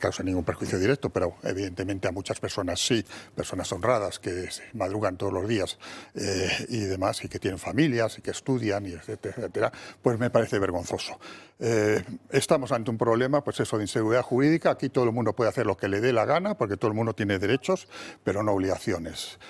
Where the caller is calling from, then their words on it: Madrid, Community of Madrid, Spain; yo como madrileño, es uno de los sitios esenciales de mi ciudad